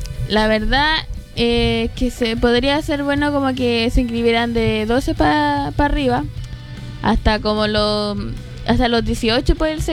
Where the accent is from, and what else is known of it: Valparaíso, Chile